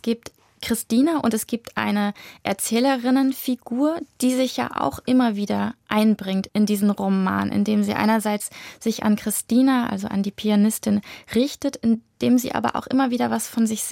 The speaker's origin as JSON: {"language": "German", "region": "western Germany", "country": "Germany", "tie": "born there", "said": "ich bin auch im Westen geboren"}